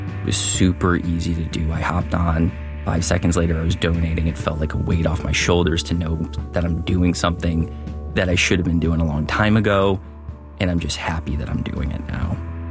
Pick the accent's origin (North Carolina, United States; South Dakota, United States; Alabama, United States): North Carolina, United States; Holly Springs; from Holly Springs